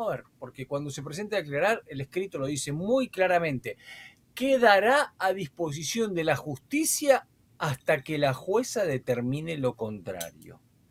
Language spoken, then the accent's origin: Spanish; Argentina; moved away